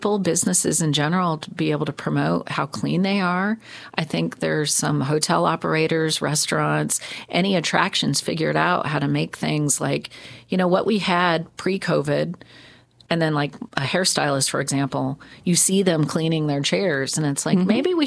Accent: El Paso, Texas, United States; now in Michigan, United States; I grew up in El Paso, Texas.

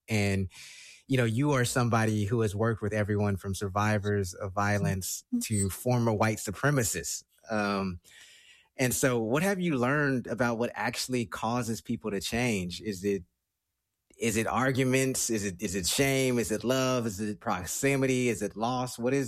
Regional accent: Northwest, United States; we're from the Northwest

